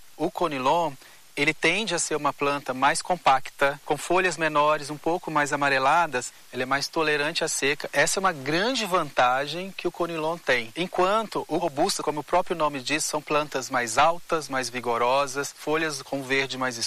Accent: Minas Gerais, Brazil; moved away as an adult; now in Rondônia, Brazil; Como bom mineiro, eu morria de saudade da família, saudade dos amigos, do jeitinho mineiro, né?

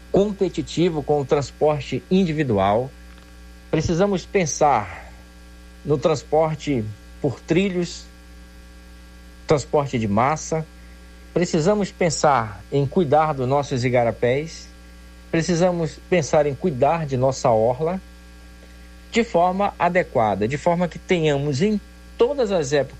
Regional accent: Manaus, Amazonas, Brazil; nós temos coisas boas, coisas maravilhosas de que nos orgulhar como amazonenses, como manauaras.

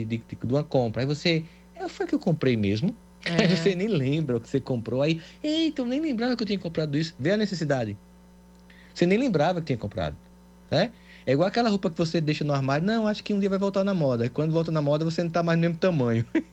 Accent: Campina Grande, Paraíba, Brazil

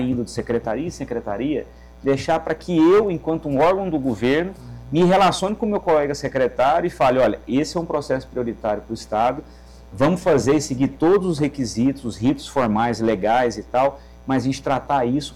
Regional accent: Goiás, Brazil; moved away as an adult; now in Amapá, Brazil; eu não sou do Amapá, eu sou de Goiás e vim para o Amapá, não conhecia o estado

